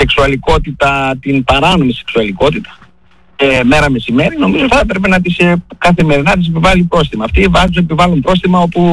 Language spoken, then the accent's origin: Greek; Serres, Central Macedonia, Greece; αυτό το βλέπω από εδώ από την πόλη μου της Σέρρες